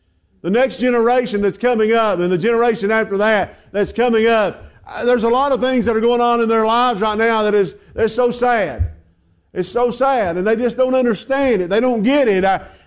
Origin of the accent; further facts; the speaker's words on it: Spruce Pine, North Carolina, United States; from Spruce Pine. That's who I am.